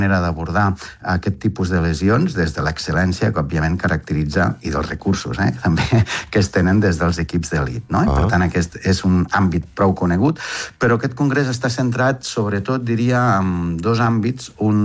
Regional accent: Balaguer, Catalonia, Spain; now in Barcelona, Spain; Jo sóc de Lleida, de Balaguer.

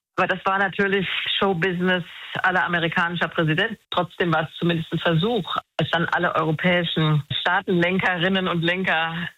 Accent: Germany; ich argumentiere ja als Deutsche

